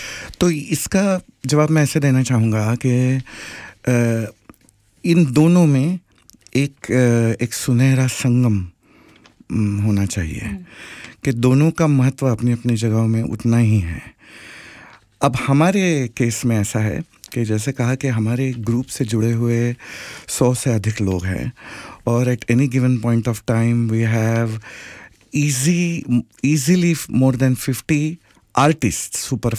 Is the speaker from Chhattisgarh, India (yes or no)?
no; Maharashtra, India; मैं महाराष्ट्रियन बैकग्राउंड से हूँ और मराठी में कहावत है, निंदकाचे घर असावे शेजारी.